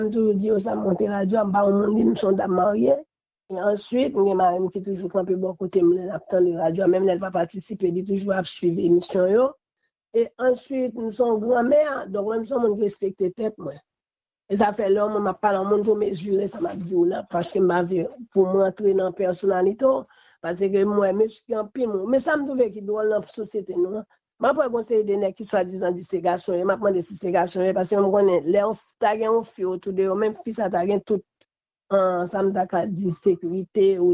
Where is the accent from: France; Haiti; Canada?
Haiti; Et pas quoi que c'est seul président Aristide en tant que haïtien seulement que nous gagnons.